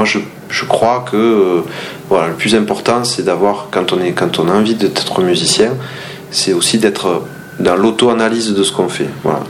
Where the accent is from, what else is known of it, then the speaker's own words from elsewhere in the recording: Toulouse, Occitanie, France; born there; Moi, je suis né à Toulouse, dans une famille d'Espagnols